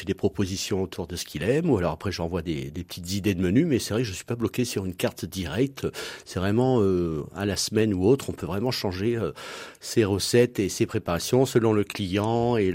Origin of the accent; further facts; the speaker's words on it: Auvergne-Rhône-Alpes, France; moved away as an adult; also born or lived in Paris; now in Clermont-Ferrand, France; 4 années à Paris, oui, je pense que ça suffit quand on est auvergnat.